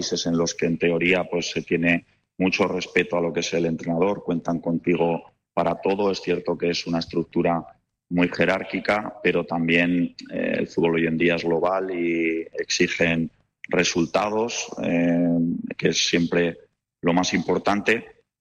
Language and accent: Spanish; Spain; now in Japan; ahora podemos decir con orgullo que somos españoles y que estamos muy bien considerados.